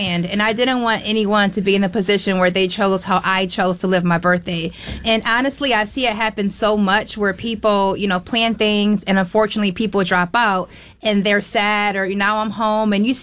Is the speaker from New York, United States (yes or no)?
yes; Rochester, New York, United States; In Rochester